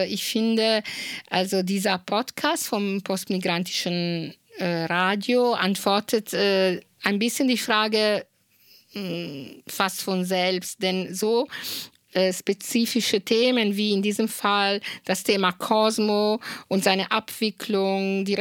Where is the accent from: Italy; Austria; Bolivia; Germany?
Italy; first language Italian; German is a second language; Heimat, also aus Italien, erzählen. Ja, und selbst wenn ich Deutsch kann, also Italienisch ist auch meine Heimat.